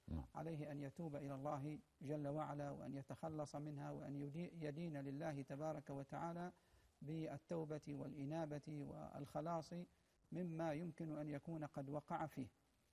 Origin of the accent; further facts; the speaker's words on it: Oman; بلادنا عمان